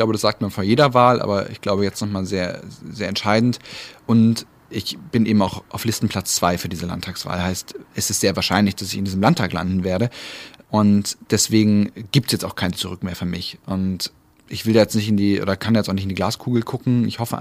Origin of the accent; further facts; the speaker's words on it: Germany; Meine Heimat ist in einem kleinen Dorf am Braunkohlerand, was immer noch zum Abriss steht.